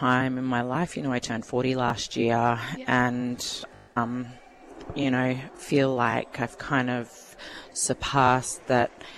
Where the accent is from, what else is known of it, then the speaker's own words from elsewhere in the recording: Canberra, Australian Capital Territory, Australia; I grew up in Canberra, and so I was quite often the only brown person in the room